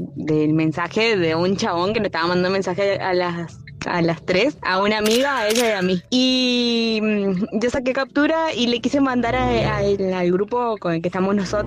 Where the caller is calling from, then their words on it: Formosa, Argentina; de Formosa.